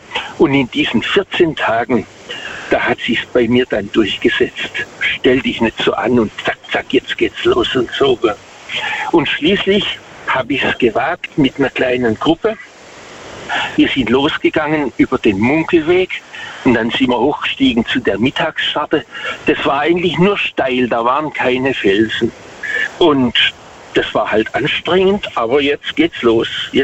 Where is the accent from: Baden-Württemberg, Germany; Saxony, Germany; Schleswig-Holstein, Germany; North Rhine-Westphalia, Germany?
Baden-Württemberg, Germany; Waghäusel; Also ich komme aus Waghäusel.